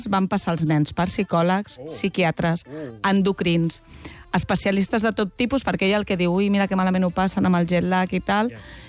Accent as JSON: {"language": "Catalan", "region": "Catalonia", "country": "Spain", "said": "Com som els catalans, que ens contentem, eh?"}